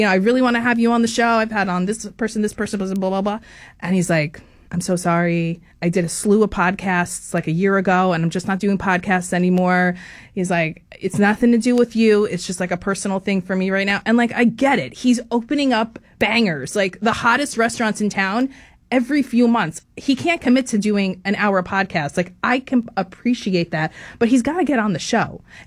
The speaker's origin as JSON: {"language": "English", "region": "New Jersey", "country": "United States", "said": "because I come from Jersey"}